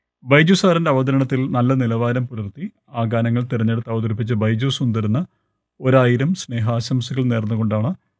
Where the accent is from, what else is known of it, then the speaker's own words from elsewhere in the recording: Panalad, Kerala, India; കണ്ണൂർ ജില്ലയിൽ പാണലാടാണ് എൻ്റെ വീട്.